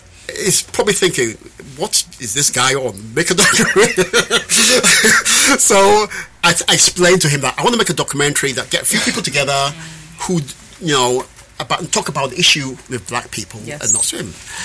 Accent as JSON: {"language": "English", "region": "London", "country": "United Kingdom", "tie": "born or raised there", "said": "I grew up in Tottenham, right? I grew up in Tottenham."}